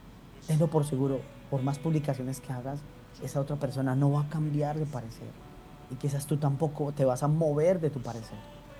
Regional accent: Colombia; nosotros que somos colombianos

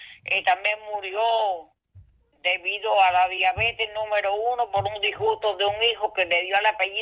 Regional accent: Caimito, Mayabeque, Cuba; moved away; also born or lived in Alquízar, Cuba; Yo nací en Cuba.

